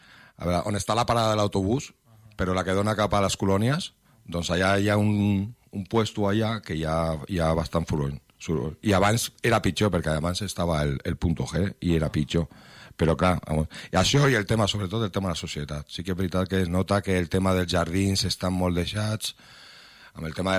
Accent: Barcelona, Catalonia, Spain; Nosaltres no som de Sant Andreu, som del Palau.

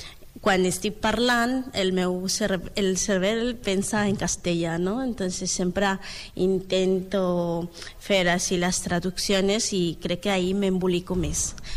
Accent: Bolivia; Catalan is a second language; moved away as an adult; now in Catalonia, Spain; soc boliviana

